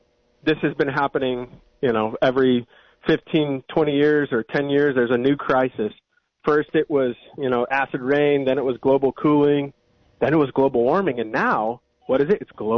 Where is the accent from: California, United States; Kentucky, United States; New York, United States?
California, United States; Watsonville; I'm originally around from the Watsonville area